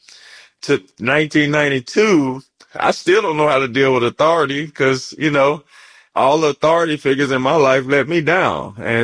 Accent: Alexandria, Louisiana, United States; Alexandria, Louisiana. Yeah. My father was the Air Force, so he was stationed there. So I grew up in Alexandria.

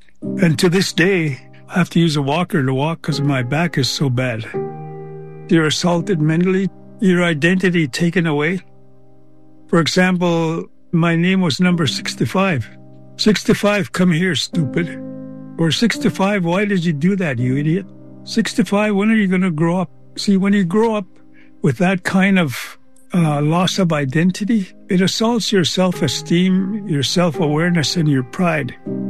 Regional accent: Ermineskin Cree Nation, Alberta, Canada; born there; I was born on the Erminskin Cree Nation and was raised by my grandparents until I was taken to residential school when I was 6 years old.

